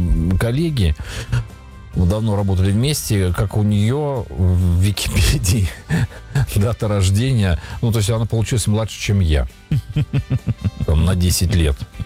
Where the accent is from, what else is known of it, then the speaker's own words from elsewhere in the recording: Chelyabinsk, Chelyabinsk Oblast, Russia; born there; все знают, что я родился в Челябинске.